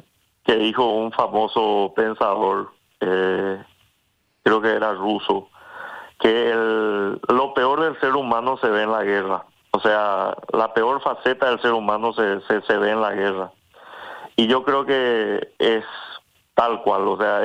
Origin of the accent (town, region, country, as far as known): Paraguay